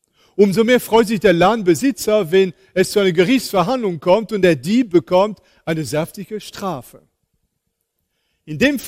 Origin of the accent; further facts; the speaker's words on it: Île-de-France, France; das war kurz vor Weihnachten in der Gegend von Paris, wo ich herkomme.